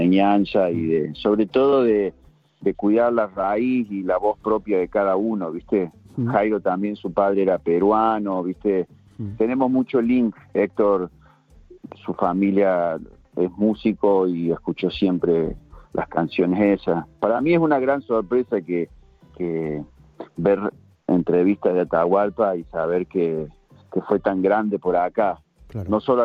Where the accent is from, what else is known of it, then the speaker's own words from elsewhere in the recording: Córdoba, Argentina; Sí, bueno, mira, en mi caso, yo soy de Córdoba, Argentina